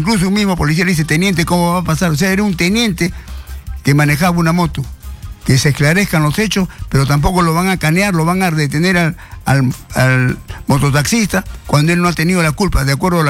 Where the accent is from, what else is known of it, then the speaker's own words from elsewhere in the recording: Chincha, Ica, Peru; Yo fui diputado en el 90 en Bolica, Chincha, mi tierra